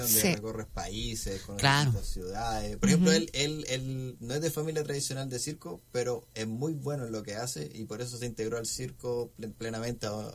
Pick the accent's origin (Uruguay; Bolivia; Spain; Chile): Chile; also born or lived in Colombia / United States; now in Talca, Chile; Nací en Colombia, pero me crié en Chile.